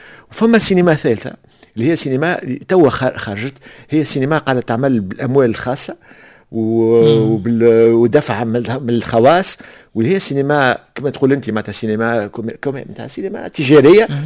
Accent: Tunisia

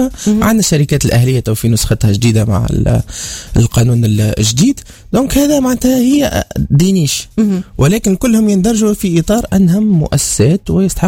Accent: Tunisia; اللي عندنا في تونس

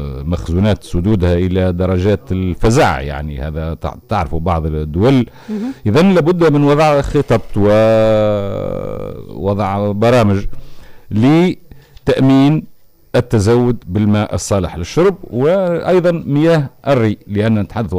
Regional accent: Tunisia; عندنا في تونس

